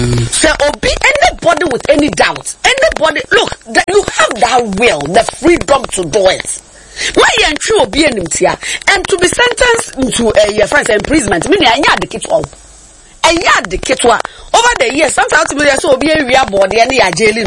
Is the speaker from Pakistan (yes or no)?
no; Ghana; And then no ni ayi hu no meme de again as a Ghanaian.